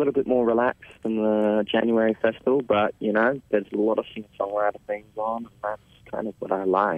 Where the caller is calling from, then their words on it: Sydney, New South Wales, Australia; I'm from Sydney